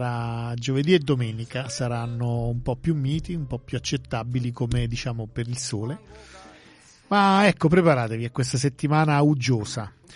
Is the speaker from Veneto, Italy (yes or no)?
no; San Giorgio La Molara, Campania, Italy; born there; moved away; al mio paese, lì a San Giorgio La Molara